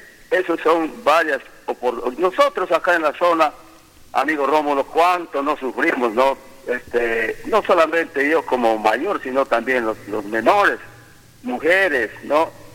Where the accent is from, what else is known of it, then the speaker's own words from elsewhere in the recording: San Martín, Peru; pertenezco a esta comunidad de Pintuyacu y a este hermoso valle, que es el Valle Pintuyacu.